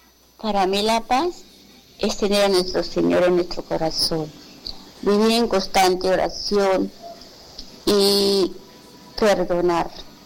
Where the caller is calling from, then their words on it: Ureña, Táchira, Venezuela; estoy llamando de Ureña.